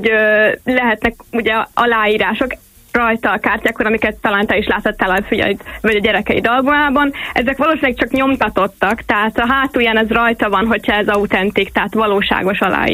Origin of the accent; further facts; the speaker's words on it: Hungary; Így van, de hát ugye magyarok vagyunk